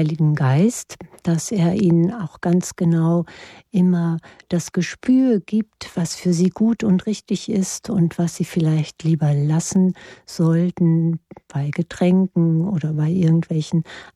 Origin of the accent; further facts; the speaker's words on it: Nordhorn, Lower Saxony, Germany; an der Stimme, weil ich komme ja auch aus Nordhorn. Irgendwie hört man das dann, finde ich.